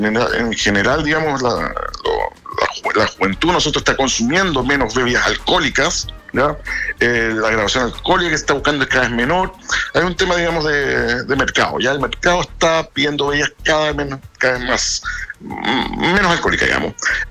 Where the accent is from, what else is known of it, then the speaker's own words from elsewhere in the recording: Santiago, Santiago Metropolitan Region, Chile; born there; Yo soy santiaguino